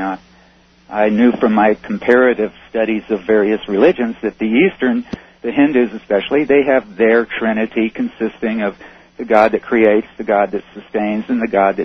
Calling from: Burbank, California, United States; I'm calling from Burbank, California.

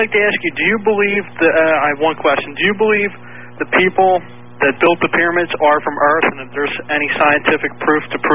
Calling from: Philadelphia, Pennsylvania, United States; in Philadelphia.

